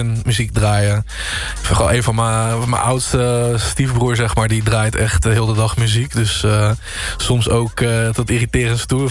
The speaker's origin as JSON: {"language": "Dutch", "region": "North Brabant", "country": "Netherlands", "said": "ik kom uit Brabant."}